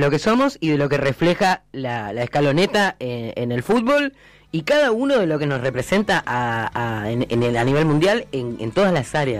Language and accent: Spanish; Argentina